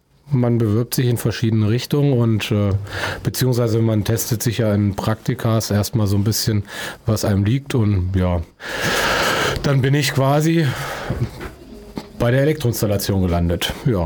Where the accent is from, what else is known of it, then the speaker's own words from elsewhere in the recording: Eschwege, Hesse, Germany; ich bin tatsächlich als Eschweger nicht nach Eschwege in die Schule gegangen, sondern nach Wanfried, weil ich im Stadtteil Niederdünsbach aufgewachsen bin.